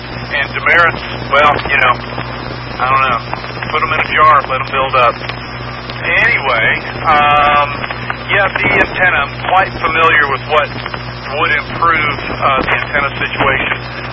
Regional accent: Knoxville, Tennessee, United States; born there; I was born in Knoxville. I was born at UT Hospital. So, go Vols. I like Tennessee. Tennessee is a beautiful place, especially East Tennessee. It's just beautiful

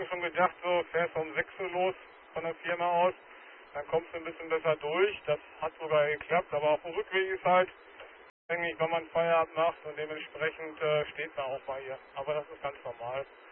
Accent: Arnsberg, North Rhine-Westphalia, Germany; mein Heimat-QTA ist Ansberg im Sauerland

